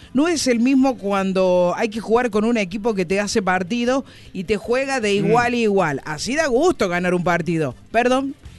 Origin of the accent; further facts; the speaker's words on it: Argentina; Yo bien argentino, pero bien argentino.